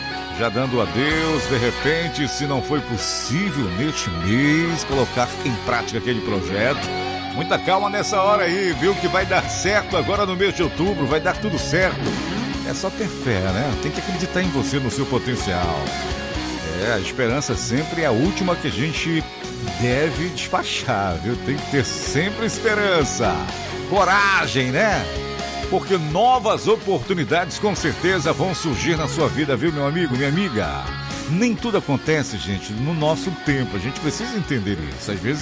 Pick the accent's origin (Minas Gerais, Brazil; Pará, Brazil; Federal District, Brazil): Pará, Brazil; Alenquer; minha terrinha Alenquer